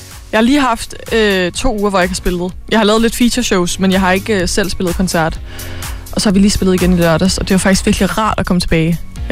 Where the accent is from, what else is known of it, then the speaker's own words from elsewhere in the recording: Aarhus, Central Denmark Region, Denmark; jeg er fra Aarhus